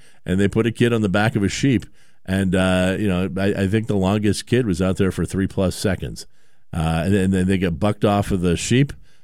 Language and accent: English; Canada; I grew up in Canada.